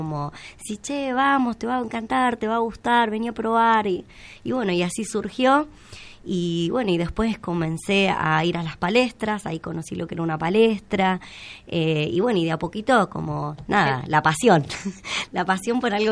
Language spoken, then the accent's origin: Spanish; Patagonia, Argentina; also born or lived in Entre Ríos; yo la verdad es que solamente nací en Entre Ríos. Mi familia desde los 8 meses me trajeron a vivir a esta hermosa Patagonia, al sur, al mar. Y bueno, y me crié acá.